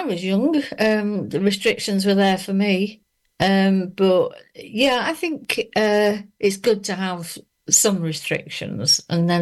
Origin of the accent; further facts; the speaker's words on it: the north of England, United Kingdom; also born or lived in Leicester; this Northern Nana was involved in carnivals.